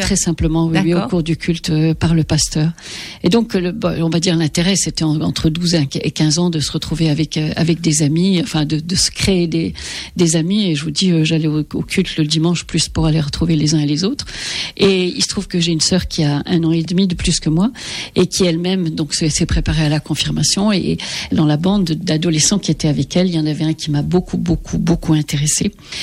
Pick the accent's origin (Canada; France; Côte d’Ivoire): France; eastern France; Je suis née et j'ai grandi dans l'Est de la France